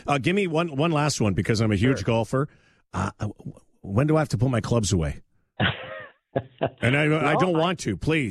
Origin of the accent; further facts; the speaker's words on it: Manitoba, Canada; And I'm from Manitoba. Nice fall there.